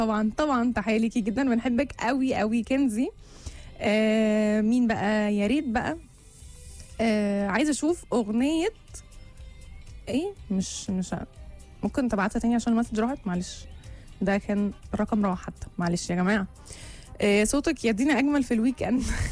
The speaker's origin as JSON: {"language": "Arabic", "country": "Egypt", "said": "اكلت اكل ايطالي من مطعم شيك عندنا في مصر"}